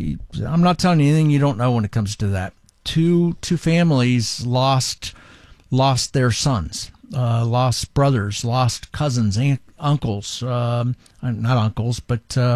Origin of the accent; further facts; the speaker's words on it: Columbus, Ohio, United States; now in Dallas, United States; my story is I was born and raised in Columbus, Ohio. But as I talk about the fact of working here in Dallas, in North Texas